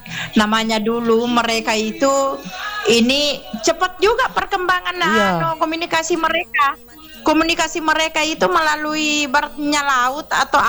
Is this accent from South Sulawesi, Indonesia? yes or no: yes; Sidenreng Rappang, South Sulawesi, Indonesia; di kampung saya di Sidrap